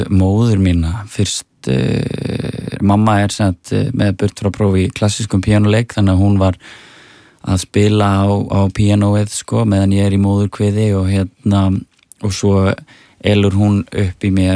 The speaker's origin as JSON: {"language": "Icelandic", "town": "Reykjavík", "region": "Capital Region", "country": "Iceland", "tie": "born or raised there", "said": "svo er ég náttúrulega alveg upp í Árbæ þannig að … voru miklar hetjur og svona þetta íslenska rap svona í kringum hrunið."}